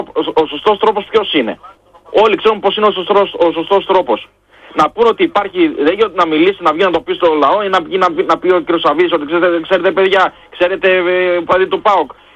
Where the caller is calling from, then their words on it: Eptalofos, Central Macedonia, Greece; από Ασπρόμαυρη Επτάλοφο.